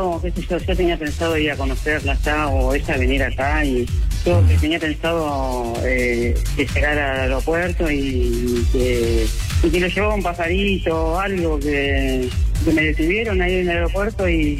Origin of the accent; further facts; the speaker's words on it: Lomas de Zamora, Buenos Aires Province, Argentina; Soy de acá, de Puente La Noria, Argentina, Lomas de Zamora.